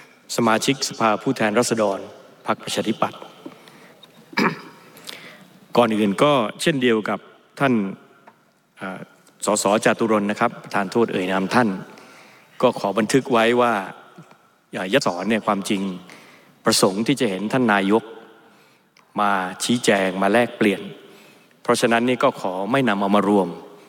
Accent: Bangkok, Thailand; ผมแม้จะเป็นคนกรุงเทพ

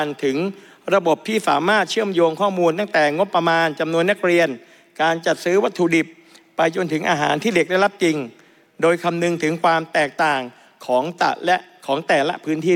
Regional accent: Surat Thani, Thailand; ผมเป็นคนจังหวัดสุราษฎร์ธานีดังคำฝันคือเมืองร้อยเกาะ

